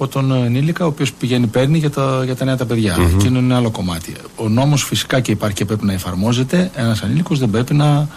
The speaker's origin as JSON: {"language": "Greek", "town": "Karpero", "region": "Western Macedonia", "country": "Greece", "said": "στο χωριό μου, το Καρπερό Γρεβενών."}